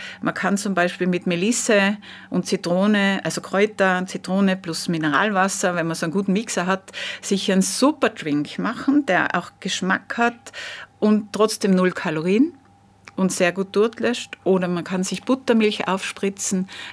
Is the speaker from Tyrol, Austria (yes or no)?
yes; Innsbruck, Tyrol, Austria; Ja, also ich bin natürlich in Innsbruck aufgewachsen auch, also schon in der Stadt. Also ich bin kein Kind vom Land, aber bei uns war natürlich, das Land ist sehr nah in Innsbruck.